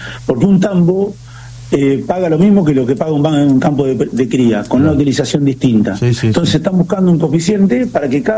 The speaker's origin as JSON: {"language": "Spanish", "town": "Azul", "region": "Buenos Aires Province", "country": "Argentina", "tie": "born there", "said": "Yo nací en Azul, soy azuleño. Nací en el campo, nací en la boca de la sierra."}